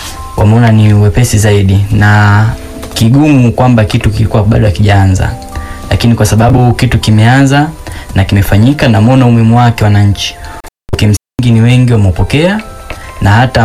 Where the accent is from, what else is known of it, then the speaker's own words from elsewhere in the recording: Bonyokwa, Dar es Salaam, Tanzania; lakini kwa mifumo ya kule kwetu Bonyokwa wameona huu ndio mfumo sahihi wa kufanyika kutokana na mandhari ya kule. Najua Bonyokwa ni mandhari ya milima panda shuka